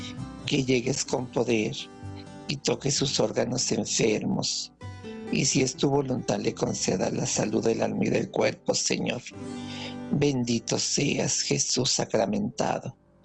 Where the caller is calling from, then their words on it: Santa Bárbara, Chihuahua, Mexico; De Santa Bárbara, Chihuahua.